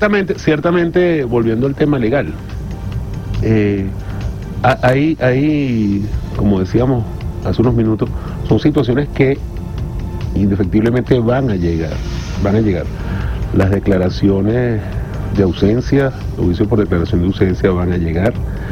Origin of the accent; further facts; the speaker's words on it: La Guaira, Venezuela; quien te habla, mi querido hermano, es hijo de La Guaira. Yo soy nacido en el Hospital José María Vargas.